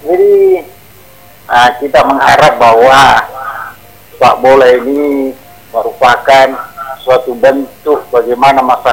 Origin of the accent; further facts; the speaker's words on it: Parepare, South Sulawesi, Indonesia; kita sebagai orang Pare-Pare